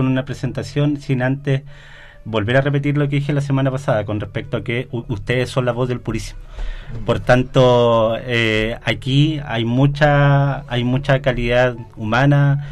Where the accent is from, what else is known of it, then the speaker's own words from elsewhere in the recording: Tegualda, Los Lagos, Chile; born there; now in Purranque, Chile; yo soy de la zona, yo soy de Tegualda, ¿ya? Actualmente vivo en Purranque, así que en realidad para mí es un orgullo seguir trabajando y desarrollándome en la comuna que me vio nacer